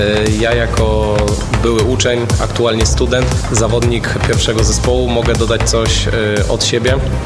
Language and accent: Polish; Bydgoszcz, Kuyavian-Pomeranian Voivodeship, Poland; u nas w Bydgoszczy